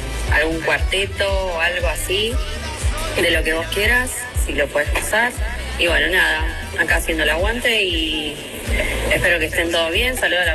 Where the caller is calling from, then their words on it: Rosario, Santa Fe, Argentina; de Rosario, acá de la zona sur.